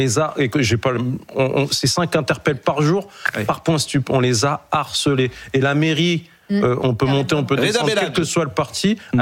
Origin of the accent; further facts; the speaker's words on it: Île-de-France, France; Ok, vous venez de Seine-Saint-Denis, moi je viens du Val-de-Marne, alors c'est moins chaud.